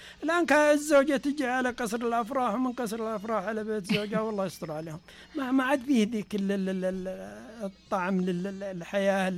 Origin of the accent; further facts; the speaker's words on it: Dhahran Al Janub, Asir, Saudi Arabia; عندنا في التعليم في ظهران الجنوب